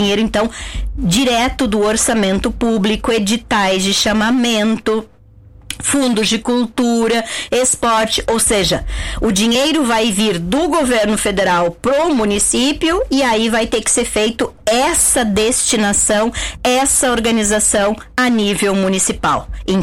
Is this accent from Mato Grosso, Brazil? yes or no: no; Rio Grande do Sul, Brazil; Vou tomar um chimarrão, porque eu sou gaúcha